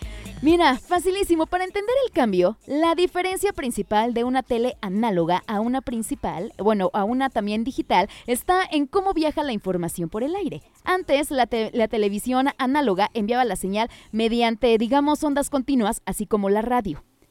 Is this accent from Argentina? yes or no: no; Mexico; nosotros los mexicanos somos los primeros latinos